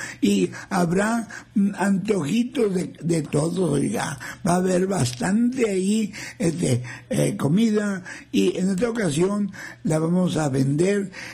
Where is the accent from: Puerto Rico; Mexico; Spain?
Mexico; como mexicanos darle gracias a Dios por el 16 de septiembre.